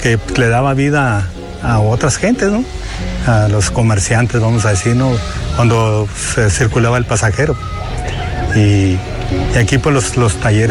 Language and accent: Spanish; Trincheras, Sonora, Mexico; now in Benjamín Hill, Mexico; yo nací allá en Trincheras.